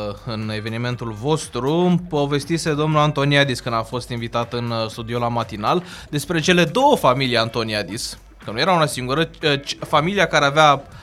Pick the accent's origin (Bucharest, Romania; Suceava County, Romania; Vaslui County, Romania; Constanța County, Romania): Constanța County, Romania; Constanța; O să recunosc că sunt din Constanța.